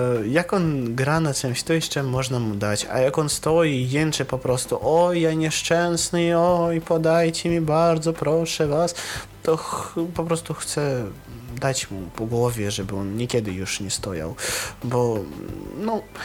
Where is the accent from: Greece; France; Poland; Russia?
Russia; U nas w Rosji